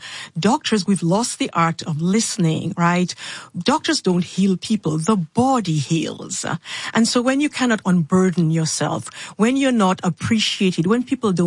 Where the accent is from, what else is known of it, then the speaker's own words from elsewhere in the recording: Dominica; You know, I grew up in Dominica. That's a black country.